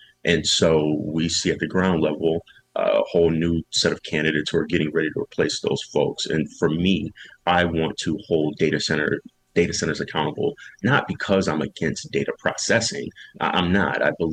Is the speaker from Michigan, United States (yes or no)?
yes; Battle Creek, Michigan, United States; You know, I'm from Battle Creek. I am Nattawa Sippy here in Banda Potawatomi. My people have been in Southwest Michigan since before Michigan was Michigan.